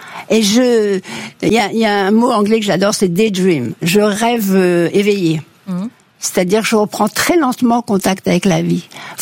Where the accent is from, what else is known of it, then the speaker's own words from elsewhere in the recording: Casablanca, Casablanca-Settat, Morocco; Et moi, je suis née au Maroc, vous savez.